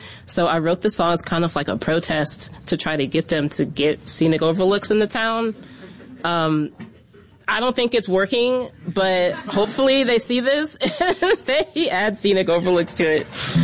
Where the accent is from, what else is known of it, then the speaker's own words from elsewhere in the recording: Virginia, United States; So I'm local, like, born and raised in Northern Virginia